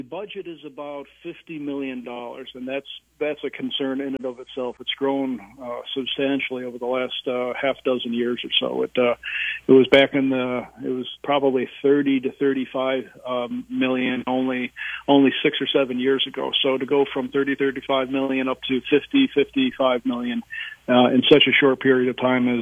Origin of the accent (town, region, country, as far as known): Webster, New York, United States; born or raised there